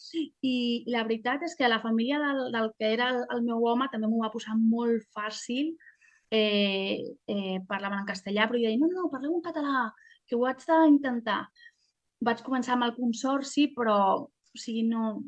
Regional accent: Madrid, Community of Madrid, Spain; Catalan is a second language; moved away as an adult; now in Vilanova del Vallès, Spain; a vegades dic que sóc de Madrid, és com, no, no me hables castellano. O sigui, jo parlo català.

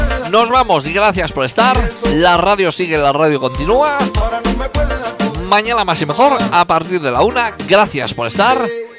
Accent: Castile and León, Spain; quien me pregunta que si soy catalán por lo de cerramos chiringuito. No, no soy catalán, soy castellano leonés.

